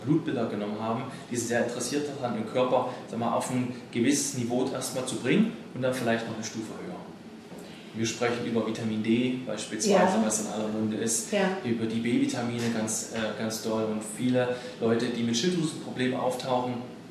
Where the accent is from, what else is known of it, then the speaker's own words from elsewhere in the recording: Halle, Saxony-Anhalt, Germany; Ich komme aus Halle.